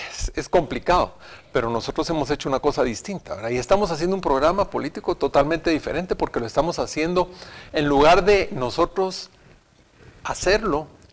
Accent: Guatemala

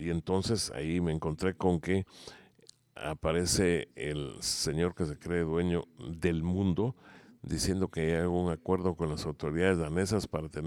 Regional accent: Guatemala; Todo el año tendremos que ser nacionalistas si nos sentimos guatemaltecos realmente de manera constante

